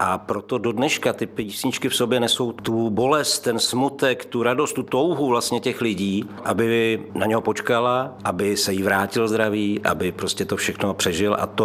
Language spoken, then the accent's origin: Czech; Moravia, Czechia; protože jsem z Moravy a vyrůstal jsem v souboru, který vedla tvoje maminka.